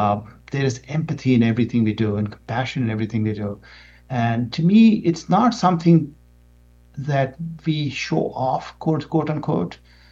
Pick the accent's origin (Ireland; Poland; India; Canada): India; now in United States; I come from India originally, which is a country which is, very big country with a lot of people and very high competition for resources.